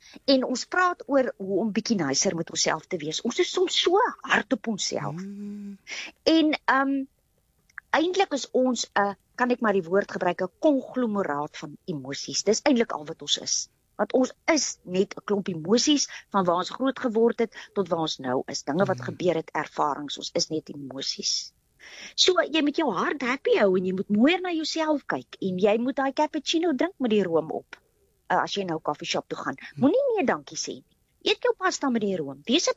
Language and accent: Afrikaans; Karoo, South Africa; now in Cape Town, South Africa; Nou, ek is van nature so, ek het in die Karoo groot geword. Ek het met son groot geword.